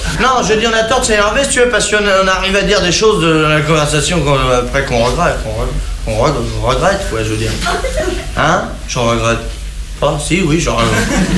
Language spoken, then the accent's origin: French; France; Les français, c'est des cons, ouais, ben, je suis bien blasé, hein, je suis français.